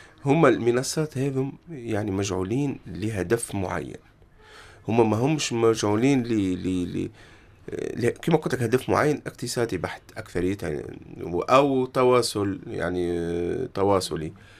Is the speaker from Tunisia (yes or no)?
yes; Tunisia; تتماشى مع هويتنا العربية والتونسية بالخصوص